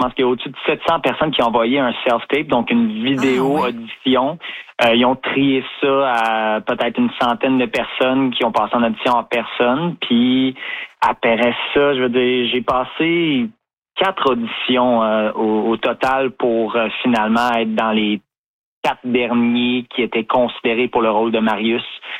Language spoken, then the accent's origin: French; Shawinigan, Quebec, Canada; Mon temps en Mauricie. Donc, moi, j'ai grandi à Shawinigan, mais j'ai été au Collège Marie de l'Incarnation pendant mon secondaire.